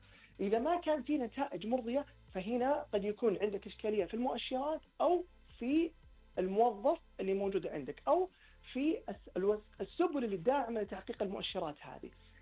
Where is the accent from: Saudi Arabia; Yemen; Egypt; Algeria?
Saudi Arabia; عندنا في المملكة العربية السعودية